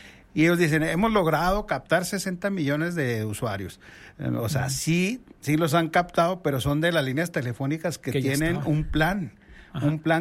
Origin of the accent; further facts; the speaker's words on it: Mexico; queremos miles de mexicanos que nuestros datos no sean exhibidos ni sean dados al régimen